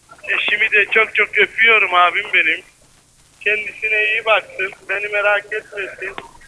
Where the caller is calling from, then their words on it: Dalaman, Muğla, Turkey; Dalaman Açık'tan arıyorum.